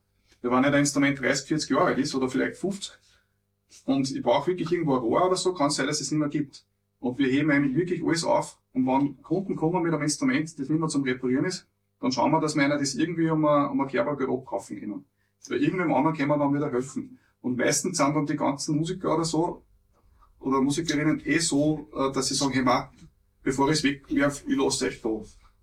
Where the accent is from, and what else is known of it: Austria